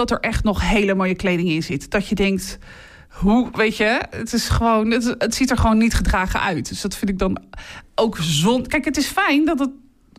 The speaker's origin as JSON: {"language": "Dutch", "town": "Gouda", "region": "South Holland", "country": "Netherlands", "lives_now": "Katwijk, Netherlands", "said": "ik kom uit Gouda."}